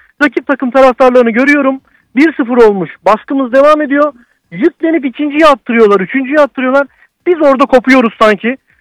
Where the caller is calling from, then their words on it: Antalya, Turkey; ben, Antalya'dan